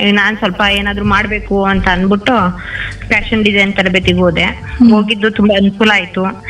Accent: Ramapattana, Karnataka, India; now in Hunsur, India; ನಾವು ಹುಣಸೂರಿನವರು, ಹುಣಸೂರು ಶಿವಜ್ಯೋತಿನಗರ ಅನ್ಬಿಟ್ಟು, ಅಲ್ಲಿಂದ ನಾನು ರಾಮಪಟ್ಟಣ ಅನ್ಬಿಟ್ಟು ಹುಣಸೂರ ಹತ್ರ ಒಂದ್ ಹಳ್ಳಿ ರಾಮಪಟ್ಟಣ, ಅಲ್ಲಿ ಹುಟ್ಟಿ ಬೆಳೆದದ್ದೆಲ್ಲ.

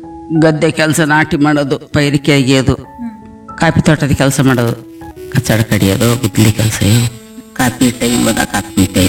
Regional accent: Nagarahole, Karnataka, India; ನಮ್ದು ಊರು ನಾಗರಹೊಳೆ ಗೋಣಿಗದ್ದೆ, ನಮ್ಮ ಊರು ಫಾರೆಸ್ಟ್ ಒಳಗಡೆ.

